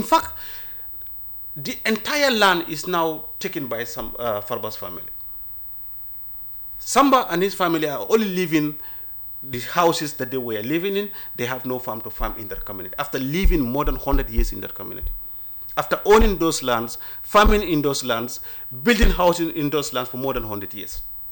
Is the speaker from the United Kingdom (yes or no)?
no; Gambia; I'm from Nyanija